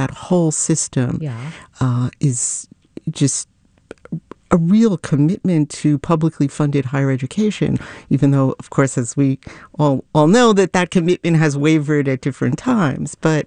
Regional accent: New York, United States; I mean, as a New Yorker, it's not like people run around saying, you know, I went to SUNY Albany, rah, rah.

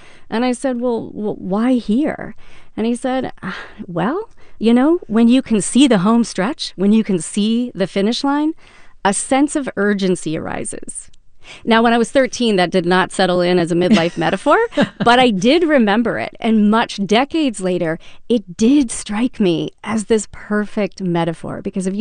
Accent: Louisville, Kentucky, United States; I grew up in Kentucky, in Louisville.

